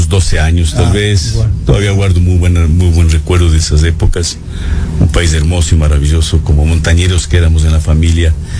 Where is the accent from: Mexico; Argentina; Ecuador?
Ecuador; Quito, Pichincha; also born or lived in La Mariscal, Quito; No, soy oriundo de La Tola, pues.